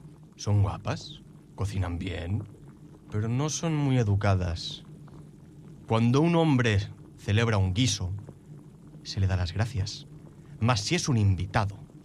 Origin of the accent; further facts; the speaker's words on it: León, Castile and León, Spain; Vengo de León. Y ahí comemos bien. Pero tengo que decir que la comida catalana me tiene cautivado.